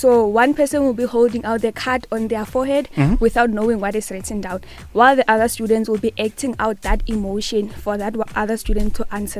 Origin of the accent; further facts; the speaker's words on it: Limpopo, South Africa; I'm from Moleji.